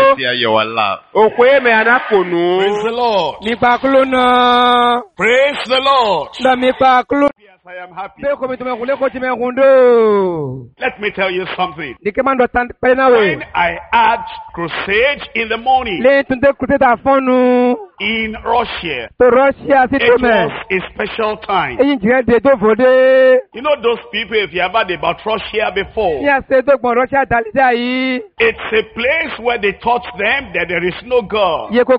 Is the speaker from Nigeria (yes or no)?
yes; Nigeria; Because I came from Nigeria, Africa.